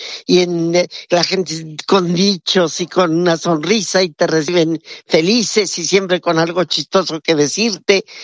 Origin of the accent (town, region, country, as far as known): Mexico